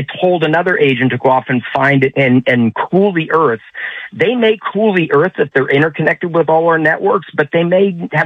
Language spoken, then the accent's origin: English; Atlantic Canada, Canada; now in United States; Yeah, you know, I'm really from East Coast of Canada and I moved down to San Diego in 79.